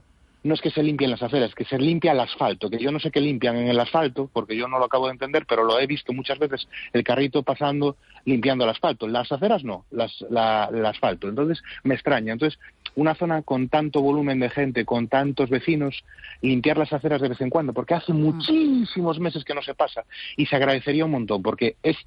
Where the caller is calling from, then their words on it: A Coruña, Galicia, Spain; Soy vecino de Agra de Bragua. Como usted sabe, toda esa zona está muy masificada.